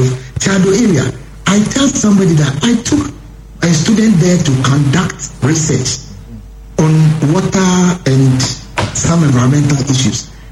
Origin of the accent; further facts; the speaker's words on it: La, Greater Accra, Ghana; my hometown